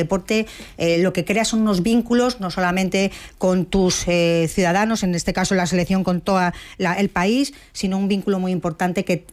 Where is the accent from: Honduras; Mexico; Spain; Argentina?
Spain; no solamente como ministra, sino como española, como forofa del fútbol y de nuestra selección.